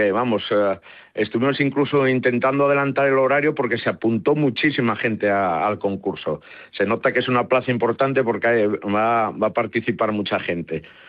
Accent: Asturias, Spain; Bueno, la sidra es algo, que lo digamos nosotros como asturianos, pero es algo único.

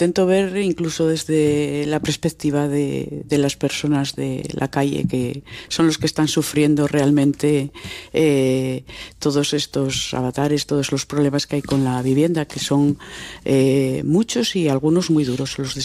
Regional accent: Asturias, Spain; Sí, soy de la cuenca, soy de la Guería Carrocera.

